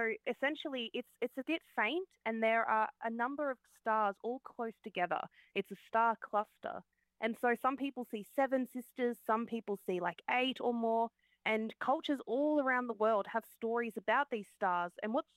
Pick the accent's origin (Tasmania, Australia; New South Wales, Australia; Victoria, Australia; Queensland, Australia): Victoria, Australia; Yeah, I grew up on Pangerang Country in northeast Victoria. So, growing up under the skies, and I used to sit outside with my mum, and she would try and show me where all the constellations are.